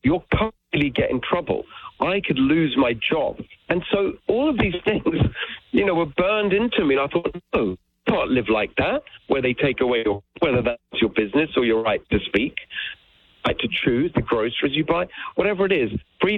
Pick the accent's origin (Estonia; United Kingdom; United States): United Kingdom; England; Most of the family still live in Hungary. But as a kid, I was born in England. They were refugees from communism and actually met in England, and I was born there and raised in England in a regular working class home.